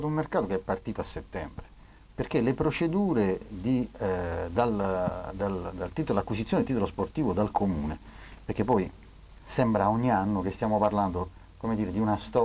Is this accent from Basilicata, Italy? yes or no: no; Taranto, Apulia, Italy; io sono tarantino e sono orgoglioso della mia città